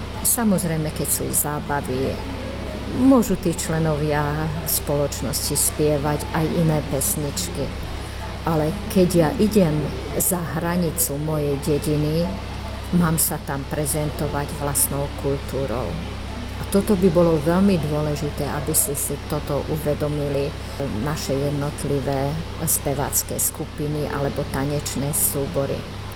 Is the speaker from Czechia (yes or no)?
no; Pilis, Hungary; ja pochádzam z druhej strany vrchu, kde máme trošku iné nárečie ako v Kestúci